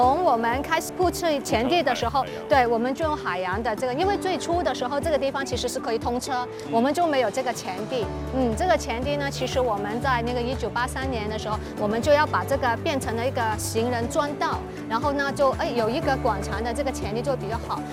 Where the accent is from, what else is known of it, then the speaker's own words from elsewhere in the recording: Macau; 我们澳门人